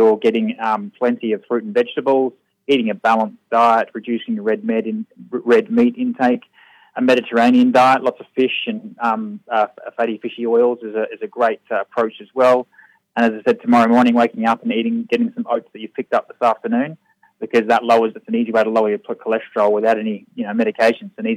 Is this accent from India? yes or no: no; Adelaide, South Australia, Australia; now in Melbourne, Australia; I'm a vascular and aortic physician in Adelaide. Sorry, in the Alfred, Melbourne, and I'm from Adelaide originally.